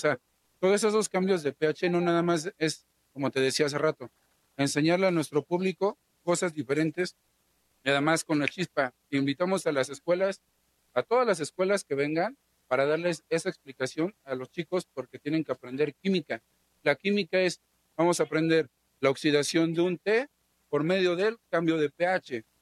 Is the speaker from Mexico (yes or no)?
yes; Mexico